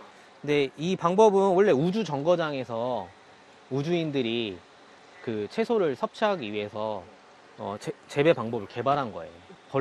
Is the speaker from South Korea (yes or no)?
yes; Iksan, North Jeolla, South Korea; now in Geumsan, South Korea; 저는 이제 고향은 익산인데 충남이 이 스마트팜 관련해서 보조라든지 지원이 굉장히 많았어요.